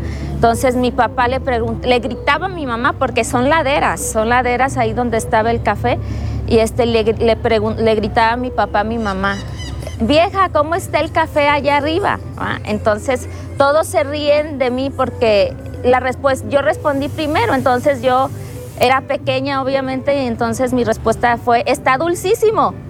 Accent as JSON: {"language": "Spanish", "town": "Compostela", "region": "Nayarit", "country": "Mexico", "tie": "born there", "also_born_or_lived": "Michoacán", "said": "Nosotros veníamos de Michoacán. Mi papá es maestro y se va a Michoacán, se casa con mi mamá y regresamos a vivir a Nayarit."}